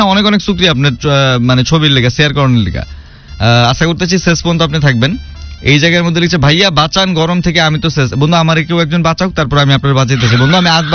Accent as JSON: {"language": "Bangla", "town": "Dhaka", "region": "Dhaka Division", "country": "Bangladesh", "accent": "Dhakaiya", "said": "যেহেতু আমি ঢাকাইয়া"}